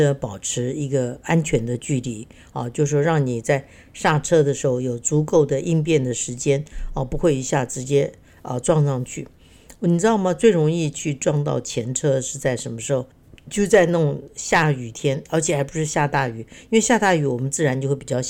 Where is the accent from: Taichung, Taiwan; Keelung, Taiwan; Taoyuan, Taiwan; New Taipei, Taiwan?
Keelung, Taiwan; 我小时候是住在基隆哈，啊，基隆是个港口。那因为我要搭公车上下学哈，因为我小学的时候就从乡下进城去念书了